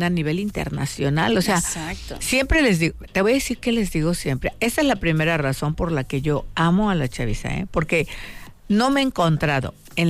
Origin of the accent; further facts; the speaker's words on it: Guerrero, Mexico; como mexicano, como guerrerense